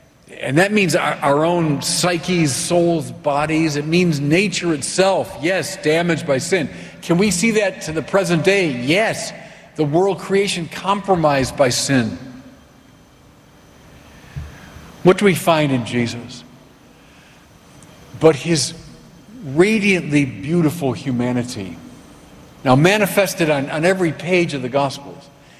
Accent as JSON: {"language": "English", "town": "Chicago", "region": "Illinois", "country": "United States", "said": "I'm from Chicago."}